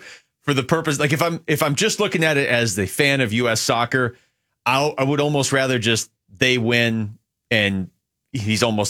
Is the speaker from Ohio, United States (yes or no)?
no; Seattle, Washington, United States; moved away; I'm from Seattle